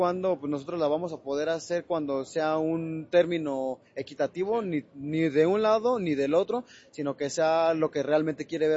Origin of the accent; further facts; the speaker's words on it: Mexico; nosotros somos mexicanos y sí, por eso nos están poniendo en la élite del boxeo mexicano, ¿no?